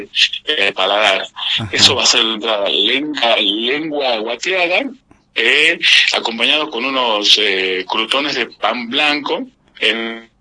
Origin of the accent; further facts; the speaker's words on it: Abra Pampa, Jujuy, Argentina; somos netamente tres jujeños de la región de La Puna. Tenemos a Pumahuasi, tenemos allá a lo que es Pozuelo, y bueno, yo como netamente abrapampeño